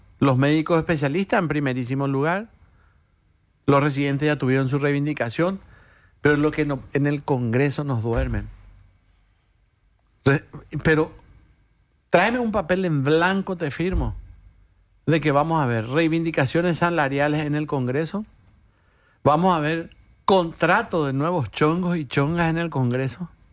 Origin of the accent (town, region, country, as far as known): Paraguay